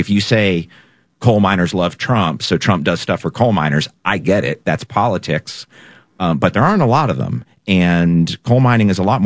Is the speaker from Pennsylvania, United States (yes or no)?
yes; Pennsylvania, United States; I'm from Pennsylvania. We know the history of Western Pennsylvania, not necessarily where I'm from